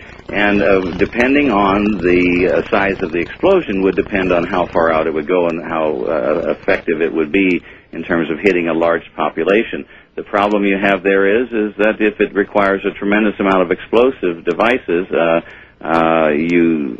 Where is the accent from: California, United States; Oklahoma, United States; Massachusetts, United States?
California, United States; I grew up in California